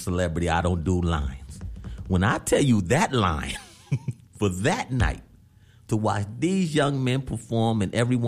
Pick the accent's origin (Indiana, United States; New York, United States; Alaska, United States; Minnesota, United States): Alaska, United States; Anchorage; That's on the east side. I'm not from the east side. I'm from Muldoon.